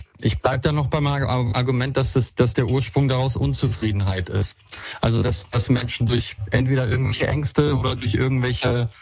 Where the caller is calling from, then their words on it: Berlin, Germany; ich komme aus Berlin